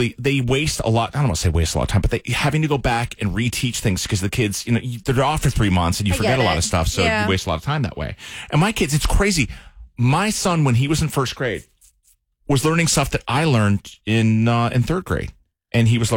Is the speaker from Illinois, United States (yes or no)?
no; Columbia, Maryland, United States; moved away; I grew up in Maryland, Columbia, Maryland.